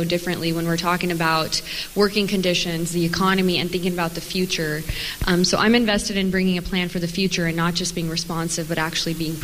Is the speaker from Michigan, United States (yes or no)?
no; Bakersfield, California, United States; I found myself defending my hometown most times when I was away for school.